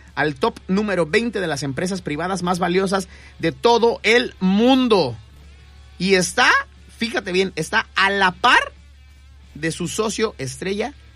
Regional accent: Mexico City, Mexico

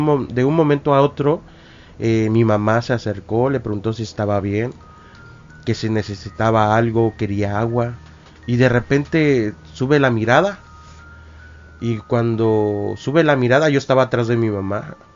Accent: Chetumal, Quintana Roo, Mexico; Bueno, yo soy aquí de Quintana Roo, de Chetumal, para ser exactos. Y pues mi mamá es de Nicolás Bravo.

